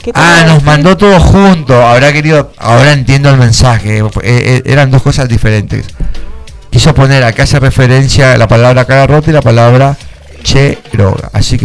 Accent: Avellaneda, Buenos Aires Province, Argentina; born there; Sí, yo nací en Avellaneda.

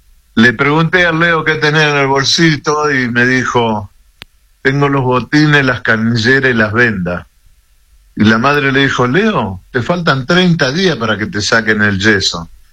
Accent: Rosario, Santa Fe, Argentina; yo soy de Rosario, pero de la contra.

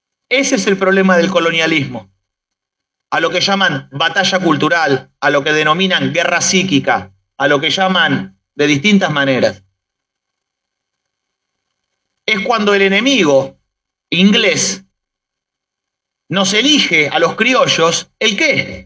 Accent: Argentina; nos une a los argentinos

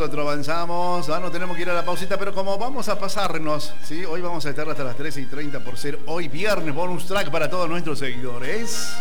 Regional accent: Argentina; Qué exagerado que somos nosotros los argentinos, ¿no, gente?

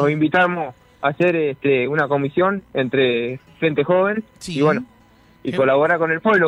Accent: Las Armas, Buenos Aires Province, Argentina; born there; Soy nacido acá hace 37 años, mañana casualmente es mi cumpleaños.

